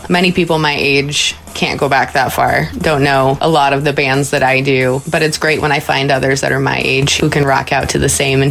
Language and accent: English; Eugene, Oregon, United States; I hail from Eugene, Oregon, born and raised.